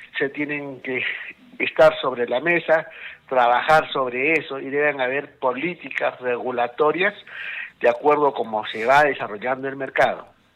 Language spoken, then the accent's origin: Spanish; Arequipa, Peru; Yo soy acá de Arequipa, vivo acá, trabajo acá.